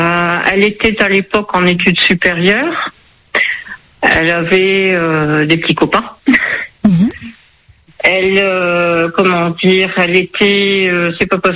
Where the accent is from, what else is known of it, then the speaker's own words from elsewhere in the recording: Hauts-de-France, France; Bon, nous sommes originaires des Hauts-de-France.